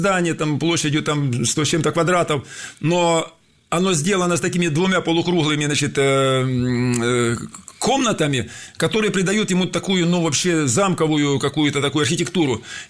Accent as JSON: {"language": "Russian", "town": "Lizinovo", "region": "Voronezh Oblast", "country": "Russia", "tie": "born or raised there", "said": "Но есть уникальная жемчужина архитектуры в моем родном селе Лизиново Карасшанского района."}